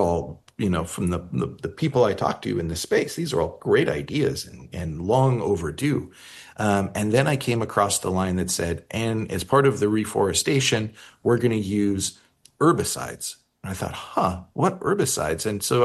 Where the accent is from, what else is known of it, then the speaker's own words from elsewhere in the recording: Colorado, United States; also born or lived in Chester, California; Cause I grew up in Colorado, and up near Chester, which is Northeast California.